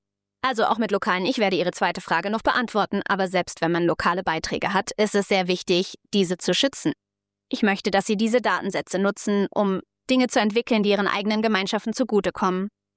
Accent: Ethiopia; Wie Sie wissen, bin ich in Äthiopien geboren und aufgewachsen und ich mache mir große Sorgen zum Beispiel über das Crypto-Mining, das sich in Äthiopien ausgebreitet hat

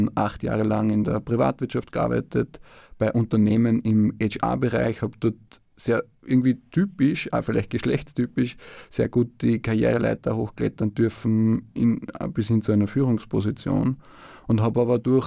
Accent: Zwettl, Lower Austria, Austria; accent: Waldviertel dialect; Und ich komme ja aus einem sehr katholischen Haushalt. Also ich bin im Waldviertel aufgewachsen, ich komme aus Zwettl in Niederösterreich. Man hört es vielleicht auch ein bisschen am Dialekt, auch wenn der oft ins Oberösterreichische missverstanden wird, aber sie sind auch sehr ähnlich.

